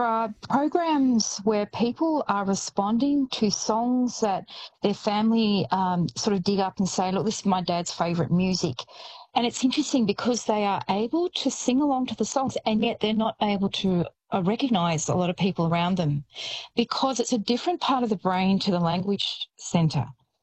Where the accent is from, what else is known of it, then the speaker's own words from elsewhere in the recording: Shepparton, Victoria, Australia; I mean, I grew up in Shepparton and I remember doing … when they were so big.